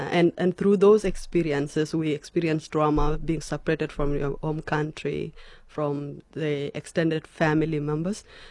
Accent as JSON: {"language": "English", "country": "Kenya", "tie": "born or raised there", "said": "That time I was a teenager. So I grew up in Kenya."}